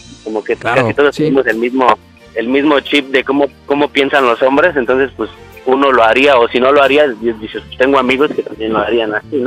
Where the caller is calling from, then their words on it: Mexico City, Mexico; Tengo 27 años y soy de la Ciudad de México.